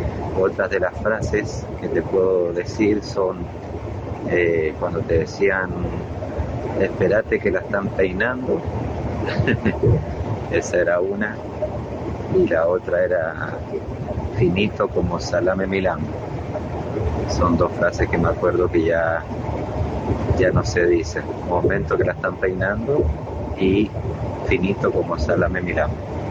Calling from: Maipú, Mendoza, Argentina; de Maipú, Mendoza, chofer de larga distancia.

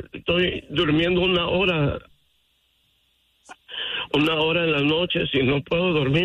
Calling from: Los Angeles, California, United States; Yo vivo en la ciudad de Highland Park, en Los Ángeles

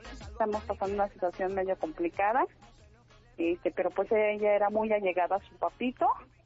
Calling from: Mexico City, Mexico; Aquí en Ciudad de México, Iztapalapa.

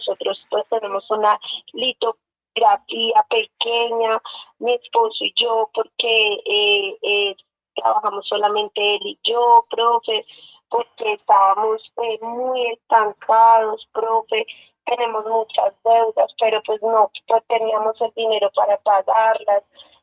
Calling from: Bogotá, Colombia; le estoy llamando desde acá, desde el barrio Laya.

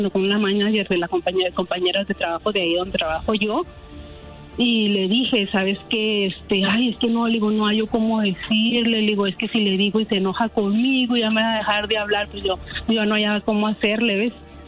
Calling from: Denver, Colorado, United States; De Denver, Colorado.

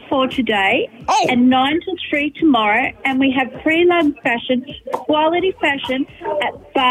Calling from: Kiama, New South Wales, Australia; from Kiama.

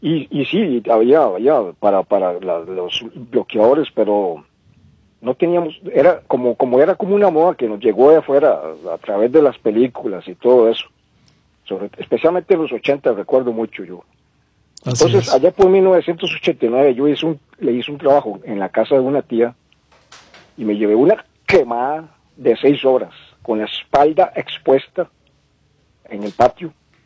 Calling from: Desamparados, San José, Costa Rica; de Desamparados.

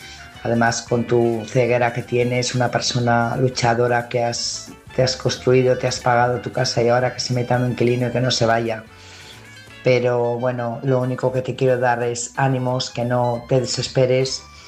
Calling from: Burgos, Castile and León, Spain; Buenas noches … corresponsal de Burgos.

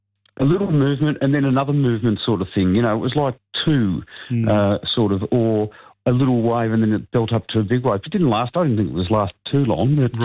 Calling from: Reservoir, Victoria, Australia; Reservoir.

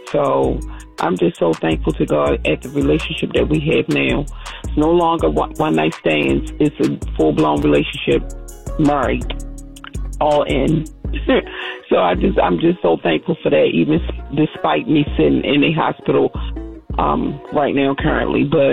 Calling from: Maryland, United States; I'm calling from Maryland.

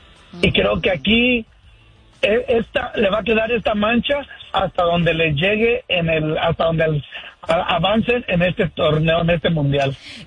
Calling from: Sacramento, California, United States; California. Y del área más bonita, Sacramento.

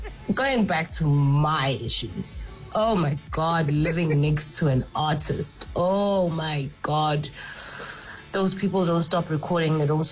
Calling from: Fourways, Gauteng, South Africa; I'm here from Four Ways.

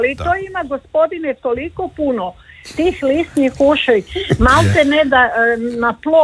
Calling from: Zagreb, City of Zagreb, Croatia; Ja sam tu sa Trešnjevke … iz Tratinske.

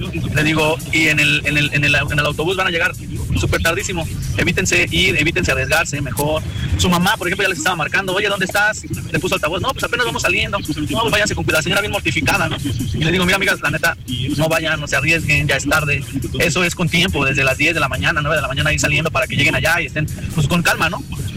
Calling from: Mexico

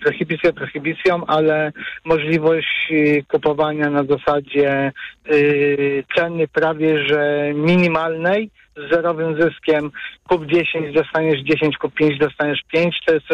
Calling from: Łódź, Łódź Voivodeship, Poland; u nas w Łodzi

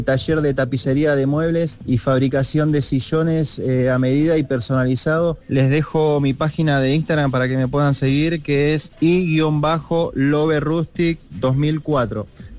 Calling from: Del Viso, Buenos Aires Province, Argentina; soy de Delviso.

